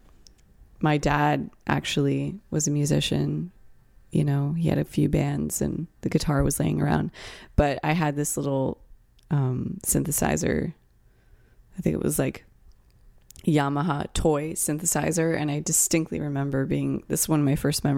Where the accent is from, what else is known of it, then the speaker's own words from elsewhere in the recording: San Francisco, California, United States; I think the multicultural landscape I grew up in really influenced me. The fact that so many people from so many different backgrounds were here, and I'm hearing different languages